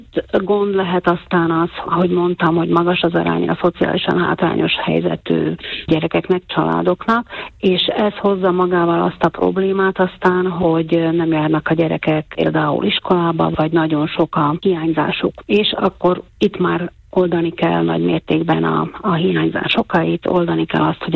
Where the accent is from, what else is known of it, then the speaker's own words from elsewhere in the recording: Košice Region, Slovakia; én Bodrogközből származom